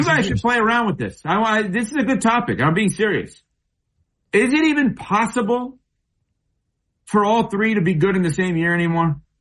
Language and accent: English; New York, United States; also born or lived in Madison, Wisconsin; now in South Florida, United States; Think about me growing up in New York, moving from Madison, Wisconsin, where football is unbelievable, moving to South Florida in 2003